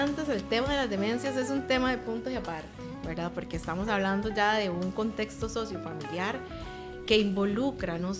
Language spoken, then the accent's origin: Spanish; Costa Rica; nosotros como sociedad costarricense